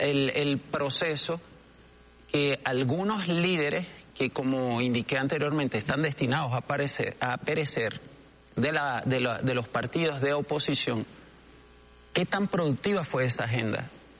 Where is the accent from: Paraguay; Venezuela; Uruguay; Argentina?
Venezuela